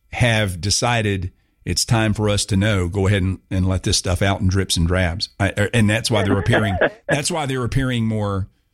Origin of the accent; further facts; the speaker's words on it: United States; I'm an American.